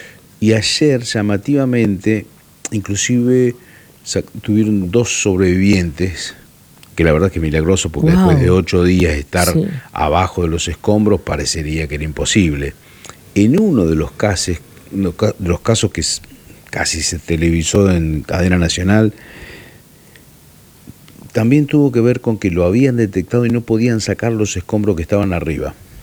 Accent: Argentina

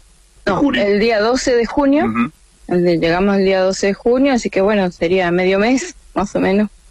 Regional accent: Tierra del Fuego, Argentina; moved away as an adult; nosotros somos de Tierra del Fuego, la idea es conocer Argentina. Hace 3 años para 4 ya que salimos desde Tierra del Fuego

